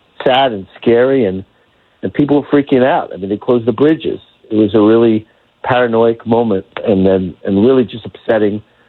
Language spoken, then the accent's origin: English; New York, United States; And as a New Yorker, I mean, it humanized New Yorkers.